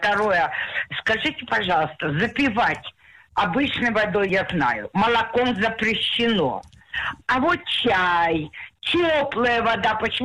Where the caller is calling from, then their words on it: Jerusalem, Jerusalem District, Israel; я из Иерусалима.